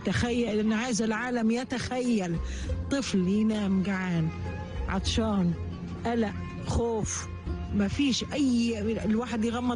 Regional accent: Egypt; روحنا على المخيمات المصرية اللي بيقولوا طب احنا اولى، احنا مصريين اصلا.

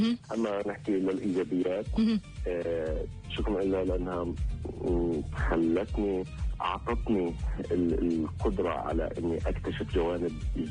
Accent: Palestine; now in Germany; إحنا كشعب فلسطيني

